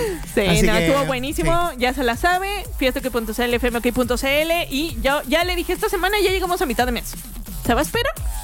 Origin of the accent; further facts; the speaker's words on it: Mexico; Además tengo familia ya como buena mexicana. Mira, o sea, todo mexicano tiene familia en Estados Unidos.